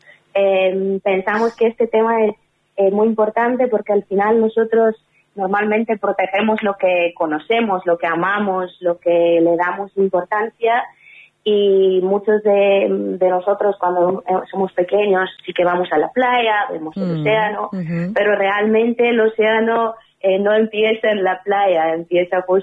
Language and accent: Spanish; Bulgaria; moved away; porque yo soy, como ya dijimos … soy de Bulgaria